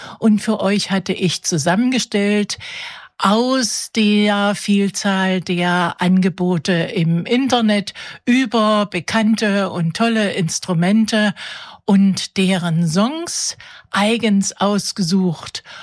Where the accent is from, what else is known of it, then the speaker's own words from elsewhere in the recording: Friedrichroda, Thuringia, Germany; born there; Friedrichroda ist auch mein Geburtsort. Ja, da bin ich besonders stolz drauf. Dieser kleine, wunderschöne Erholungsort im Herzen Thürings